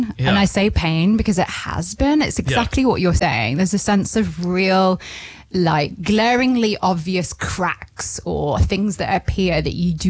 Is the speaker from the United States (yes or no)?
no; United Kingdom; now in Taranaki, New Zealand; I'm from the UK.